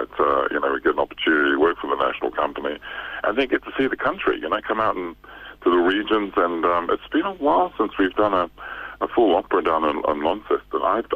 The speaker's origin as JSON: {"language": "English", "country": "New Zealand", "tie": "born there", "said": "So when I was born in New Zealand, and my family are Samoan, and back then, in the olden days, you had to go to church every Sunday, and you had no choice growing up in a family of nine kids."}